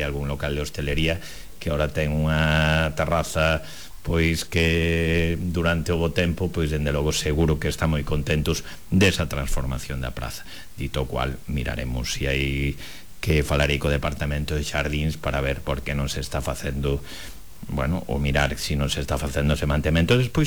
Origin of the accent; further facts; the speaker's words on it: Vilagarcía de Arousa, Galicia, Spain; porque eu son de Vilarcía tamén, aparte de ser o alcalde